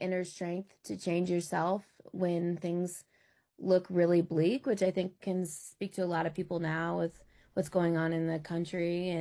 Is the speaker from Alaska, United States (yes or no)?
yes; Alaska, United States; now in Denver, United States; I'm based here in Denver. I'm originally from Alaska, and my roots are in the Tsimshian and Tsuut'kpyaak tribes.